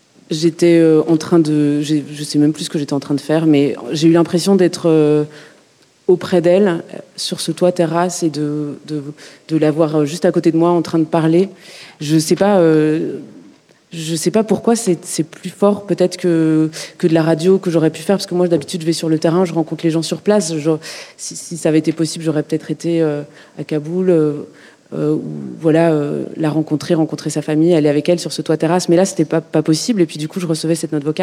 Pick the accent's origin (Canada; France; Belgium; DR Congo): Belgium; Brussels, Brussels-Capital Region; je viens de pas très loin, je viens de Bruxelles, donc c'est 1h15 de train